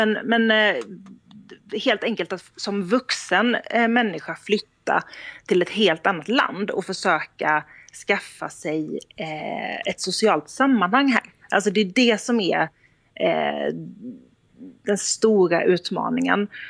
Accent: Sweden; moved away as an adult; now in Norway; Det är ju konstigt för mig som svensk

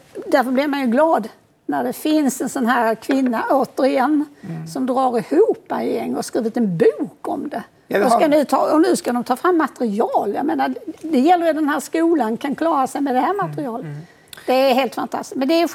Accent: Sweden; jag är svensk, jag är inte rom.

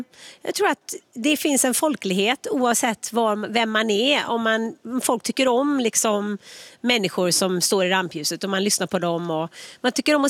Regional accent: Gothenburg, Västra Götaland County, Sweden; accent: Gothenburg dialect; also born or lived in Los Angeles; now in Stockholm, Sweden; Det känns skönt att andas Göteborgsluften igen. Och min dialekt kommer direkt tillbaka, trots att jag varit borta så länge. Men det är faktiskt skönt, jag känner mig hemma här i Göteborg.

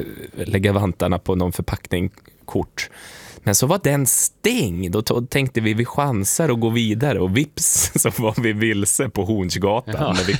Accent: Stockholm, Stockholm County, Sweden; Jag är ju född och uppvuxen på Södermalm.

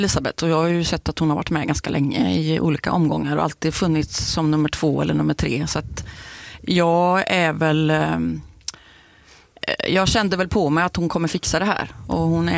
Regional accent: Kungälv, Västra Götaland County, Sweden; born there; Jag är född på landsbygden i Kungälv

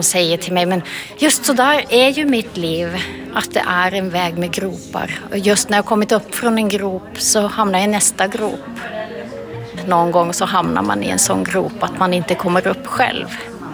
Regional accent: Teno River valley, Lapland, Finland; Och jag kommer från Tanaöldalen, från finsk sida där.

